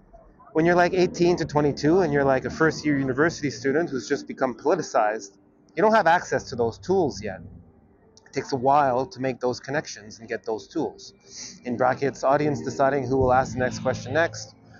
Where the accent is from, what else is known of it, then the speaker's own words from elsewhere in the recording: Canada; No, I just like the reference to Stephen Harper. I'm Canadian.